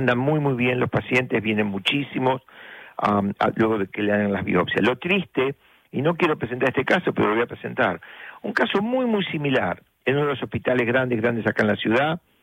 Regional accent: La Plata, Buenos Aires Province, Argentina; born there; moved away; allá en la calle 1 y 42, en La Plata, donde nací, enfrente del ferrocarril Roca.

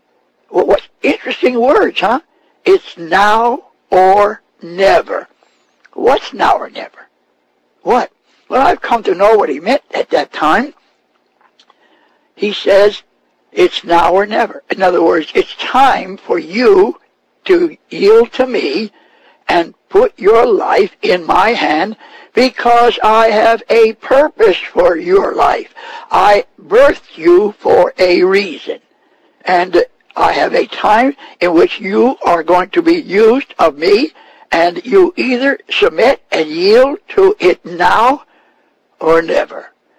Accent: Bethlehem, Pennsylvania, United States; I was back in my home where I was born and raised on Fire Lane in Bethlehem, Pennsylvania. That's where I lived. I was born there. And that's where I was living at that time in my mother and father's home where I was raised at.

